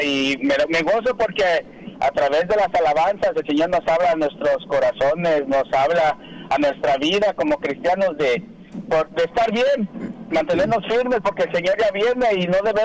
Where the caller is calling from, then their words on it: Houston, Texas, United States; Estamos hablando del área de Spring Branch, aquí del área de Houston, Texas.